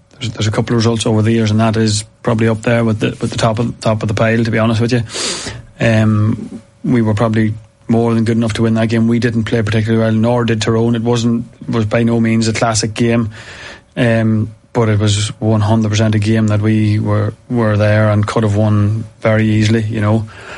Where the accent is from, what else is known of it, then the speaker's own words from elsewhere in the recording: Monaghan, Ulster, Ireland; Yeah, well, it's as you say, I was born maybe 6 or 7 months before Monaghan won that Ulster Championship in 88.